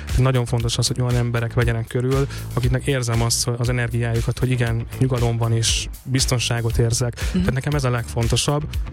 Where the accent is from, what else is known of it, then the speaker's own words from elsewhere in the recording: Békés, Hungary; ugye a Békés megyéből származom